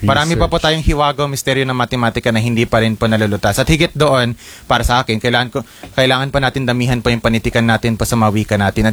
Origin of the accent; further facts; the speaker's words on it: Pasig, Metro Manila, Philippines; Hindi po, tubong Pasig po ako. Lungsod na Pasig.